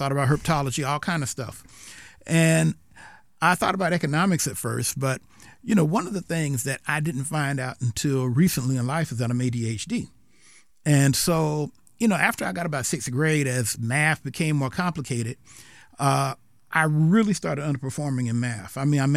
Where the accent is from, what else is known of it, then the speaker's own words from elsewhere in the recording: South Carolina, United States; also born or lived in Florida; So he was in from 51 to 74, and I was born in Florida. My family's actually from Alabama, but after he did his first tour in Vietnam, we ended up in South Carolina.